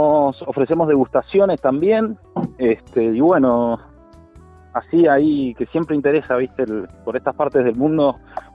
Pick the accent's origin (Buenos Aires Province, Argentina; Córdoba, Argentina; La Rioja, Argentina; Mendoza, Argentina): Mendoza, Argentina; Siempre se habla de bodega, de turismo, de pum, de pam, y como mendocino te digo, yo no salgo a comer a bodega.